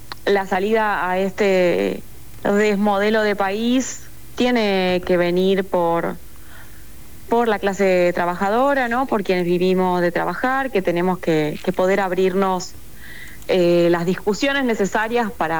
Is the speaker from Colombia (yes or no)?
no; Argentina